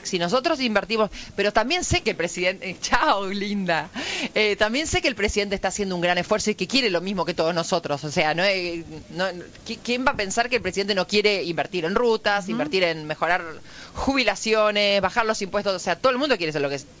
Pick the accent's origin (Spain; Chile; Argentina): Argentina; Santa Fe; yo soy de Santa Fe